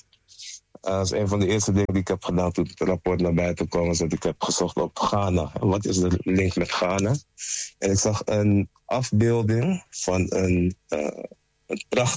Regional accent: Amsterdam, North Holland, Netherlands; born there; Ik ben zelf van Surinaamse afkomst, ben in Amsterdam geboren.

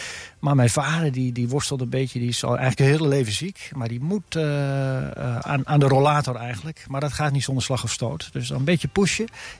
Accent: Gelderland, Netherlands; Ja, in de Achterhoeks, waar ik vandaan kom, dat heeft wel wat verwantschappen met het Deens, volgens mij.

